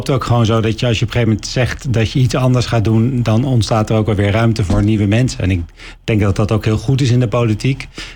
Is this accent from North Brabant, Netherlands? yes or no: no; Haarlem, North Holland, Netherlands; Nou, ik ben geboren Haarlemmer. Ik ben super trots op deze stad.